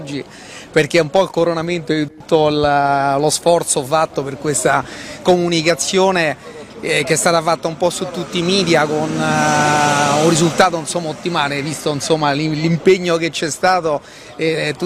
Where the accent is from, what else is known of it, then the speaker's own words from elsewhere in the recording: Taranto, Apulia, Italy; Sono tarantino